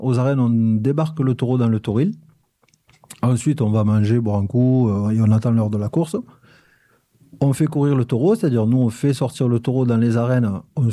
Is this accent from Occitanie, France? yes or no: yes; La Grande-Motte, Occitanie, France; also born or lived in Montpellier; Enfin, je suis né à Montpellier, j'ai vécu à la Grande Motte jusqu'à 13-14 ans, j'avais jamais vu un taureau.